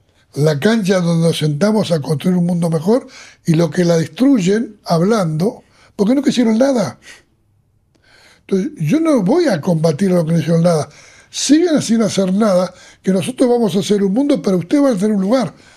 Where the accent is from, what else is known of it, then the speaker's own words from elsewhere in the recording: Uruguay; yo soy uruguayo.